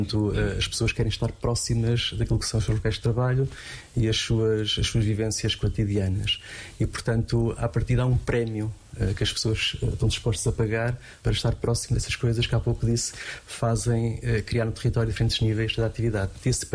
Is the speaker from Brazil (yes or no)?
no; Portugal